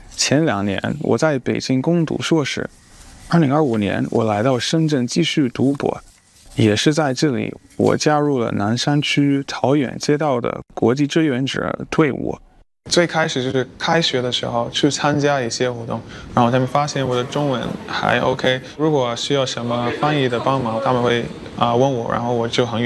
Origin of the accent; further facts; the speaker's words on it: Barbados; Chinese is a second language; moved away as an adult; now in Shenzhen, China; 我来自一个非常非常漂亮的地方，叫做巴巴多斯。我今年27岁，今年是我来到中国的第四个年头。前两年我在北京攻读硕士，2025年我来到深圳继续读博